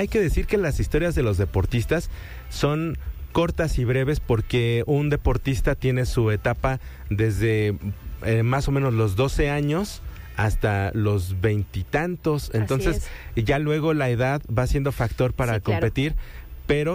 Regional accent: Mexico; como mexicanos tenemos esas características

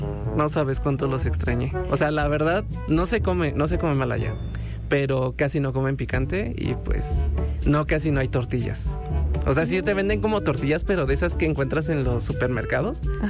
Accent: Mexico; me decían, mexicano, ¿verdad? Y yo sí.

